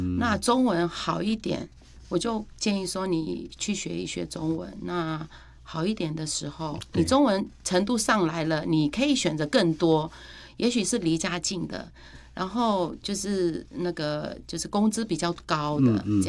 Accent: Myanmar; 就是因为缅甸现在的状况不是很适合回去，所以我就说那等我们就是长再长大一点，然后呢那边都很就是可以回去的时候，我们一定会回去这样子。

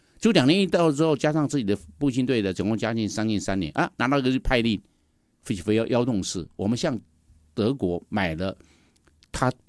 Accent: Tainan, Taiwan; 我第一志愿填台南机场，因为我台南人啊。我当然填台南，离家近

